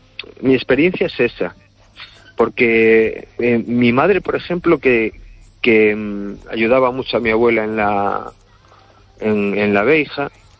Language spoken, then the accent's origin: Spanish; Cangas, Spain; yo soy de Cangas y tengo ese uh-huh. lenguaje aún de ir a sachar abeja.